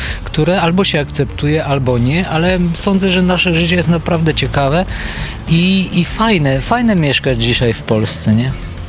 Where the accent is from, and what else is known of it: Bulgaria; Polish is a second language; moved away as an adult; now in Lublin, Poland